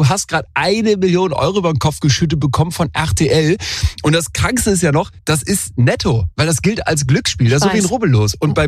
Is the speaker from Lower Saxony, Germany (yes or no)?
no; Solingen, North Rhine-Westphalia, Germany; Stadtsparkasse Solingen, wo ich herkomme